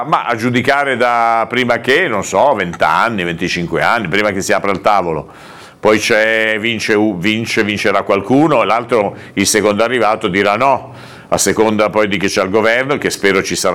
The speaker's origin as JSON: {"language": "Italian", "town": "Albisola", "region": "Liguria", "country": "Italy", "tie": "born there", "said": "Sì, sì, sono nato ad Albisola, quindi savonese, poi sono a Genova"}